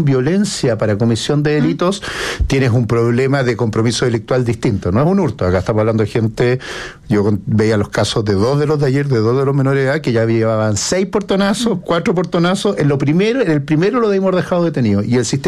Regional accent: Montevideo, Uruguay; Por supuesto, yo estuve en el liceo y me crié en la Colón 9000.

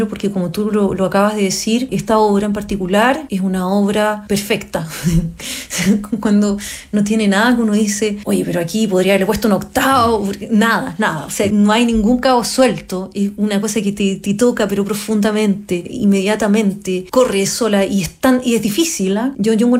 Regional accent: Chile; moved away; Cuando yo me fui de Chile nunca tuve la intención de no volver. Luego me enamoré, cosas que pasan, y tuve que tomar una decisión.

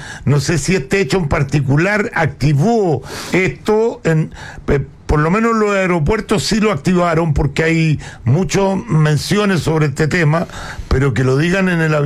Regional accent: Chile; Yo como chileno

